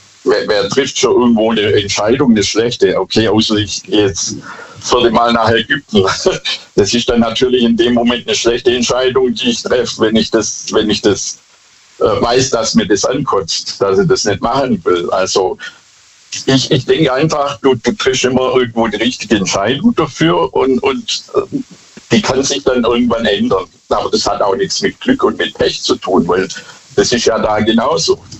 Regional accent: Bad Boll, Baden-Württemberg, Germany; ich komme aus Bad Boll.

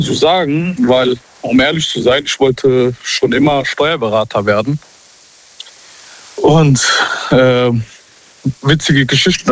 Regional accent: Seeheim-Jugenheim, Hesse, Germany; Ich bin aus Seeheim.

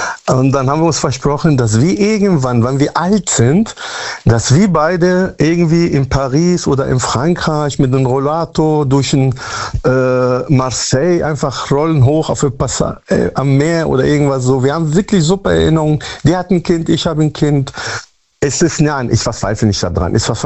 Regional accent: Münster, North Rhine-Westphalia, Germany; Münster-Westfalen.

